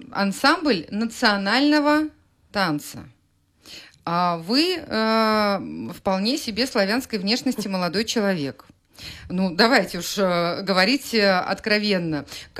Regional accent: Chukotka Autonomous Okrug, Russia; born there; я родилась на Чукотке, я тоже впитала в себя эту землю и эти мифы

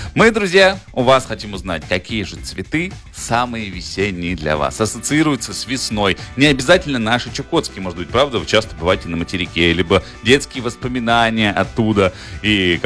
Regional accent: Omsk, Omsk Oblast, Russia; now in Chukotka, Russia; я родом из Омска, и я помню, что там всегда что-то росло, и всегда чем-то пахло.

